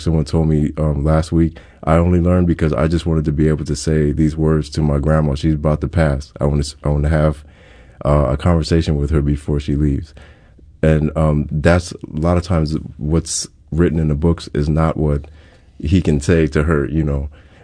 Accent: Hawaii, United States

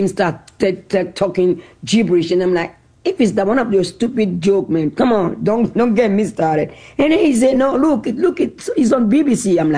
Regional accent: Benin; born or raised there

